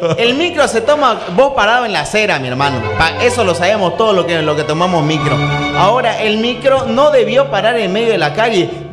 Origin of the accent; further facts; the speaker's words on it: Bolivia; dice que los collas somos los culpables. No somos gente los collas, viejo.